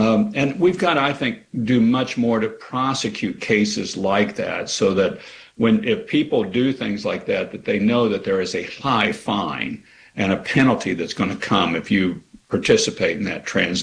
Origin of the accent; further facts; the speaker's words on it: Kansas, United States; growing up in Kansas, of course, I mean, with the University of Kansas being one of the first places that the man that developed the sport coached at, I love basketball.